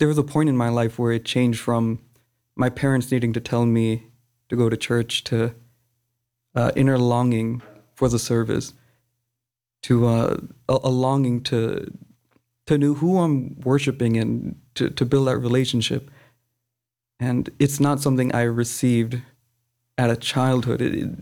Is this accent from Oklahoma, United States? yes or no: no; Philadelphia, Pennsylvania, United States; Philadelphia.